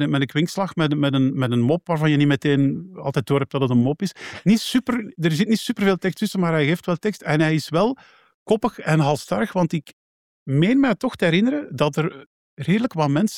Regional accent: Leuven, Flanders, Belgium

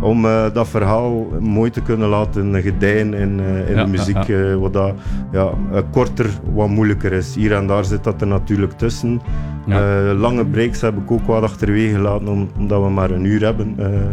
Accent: West Flanders, Belgium; sorry, ik ben zelf ook een West-Vlaming.

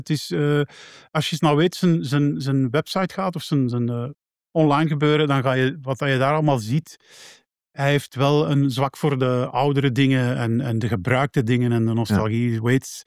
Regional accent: Belgium; wat mij betreft, ik ben Belg.

